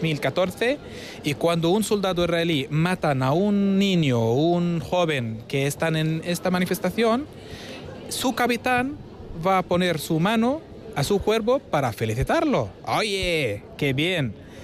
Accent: Ramallah, West Bank, Palestine; Spanish is a second language; moved away as an adult; now in Spain; soy de Ramallah, la ciudad muy famosa en Cisjordania

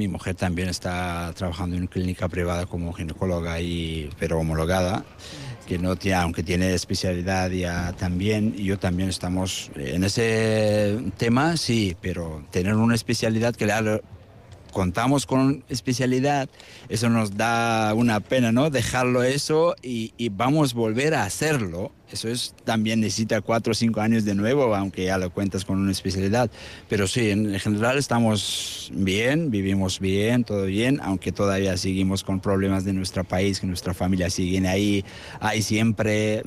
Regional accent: Afghanistan; Spanish is a second language; moved away as an adult; now in Zarautz, Spain

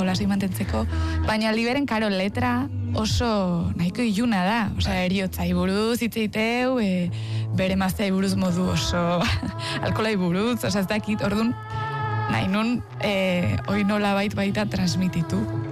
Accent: Tolosa, Basque Country, Spain; Ba, bueno, karo, ni Tolosakoa naiz, orduan Tolosan inauteritan

